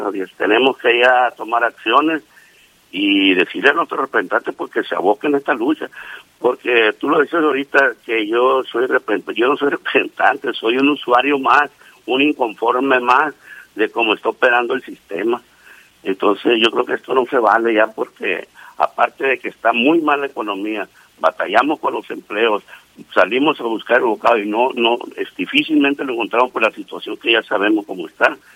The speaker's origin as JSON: {"language": "Spanish", "country": "Mexico"}